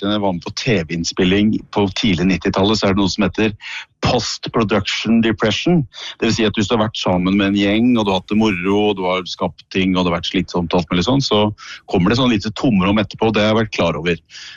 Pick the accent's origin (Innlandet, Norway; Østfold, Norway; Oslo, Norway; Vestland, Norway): Innlandet, Norway; Jevnaker; Når jeg vokste opp på Jevnaker